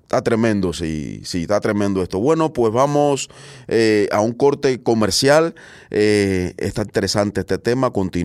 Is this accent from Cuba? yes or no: yes; Cuba; Pero en Cuba, de donde vengo, se estila mucho eso, tristemente, ¿ves?